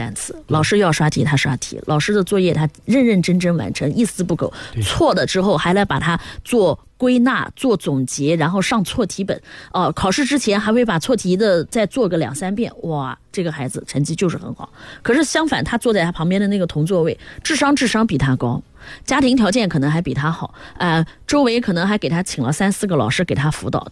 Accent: Nanjing, Jiangsu, China; 我们南京话讲

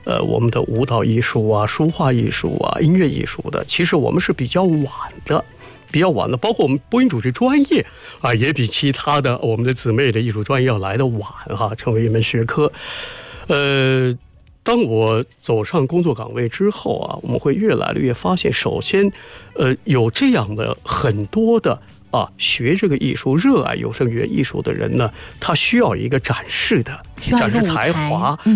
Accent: Nanjing, Jiangsu, China; 我作为南京人

